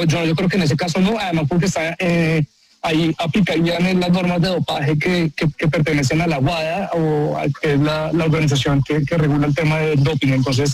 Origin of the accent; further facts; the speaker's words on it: Mexico; porque yo soy de México